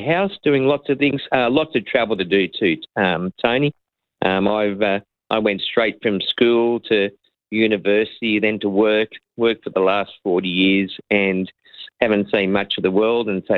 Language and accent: English; Sydney, New South Wales, Australia; now in Darwin, Australia; Mate, born and bred in Sydney, and I've been up here in Darwin now for about 13 years